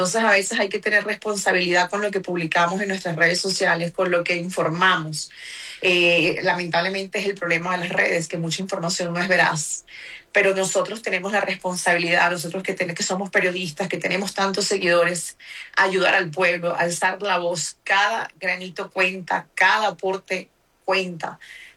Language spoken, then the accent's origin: Spanish; Mexico; mexicano, con los topos, con los rescatistas que han estado mandando ayuda a mi país, que ya están en mi país salvando vidas.